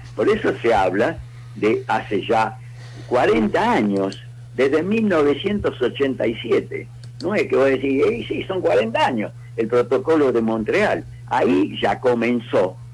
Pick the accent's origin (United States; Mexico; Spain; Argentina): Argentina; Bueno, somos argentinos y hablamos así.